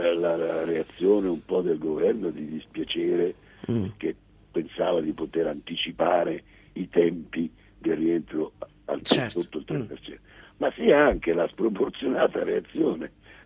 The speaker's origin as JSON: {"language": "Italian", "area": "Macerata", "region": "Marche", "country": "Italy", "tie": "born or raised there", "said": "nel mio paese a Macerata"}